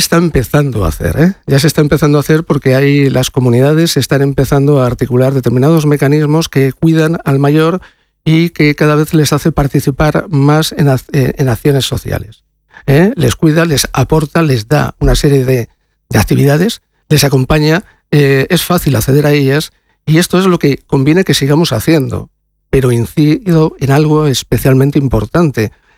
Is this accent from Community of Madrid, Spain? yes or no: yes; Community of Madrid, Spain; Yo soy del pueblo de Madrid.